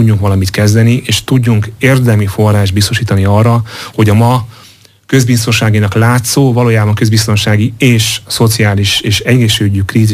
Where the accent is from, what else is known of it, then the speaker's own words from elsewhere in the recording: Hungary; mi büszke magyarok vagyunk